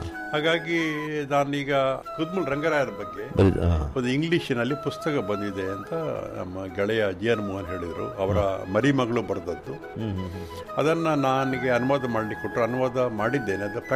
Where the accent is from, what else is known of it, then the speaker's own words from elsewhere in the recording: Karnataka, India; born there; ಸ್ಥಳೀಯವಾಗಿ ನನಗೆ ಬೇರುಗಳು ಗಟ್ಟಿವೆ, ಮಂಗಳೂರಿನವರು ನಾನು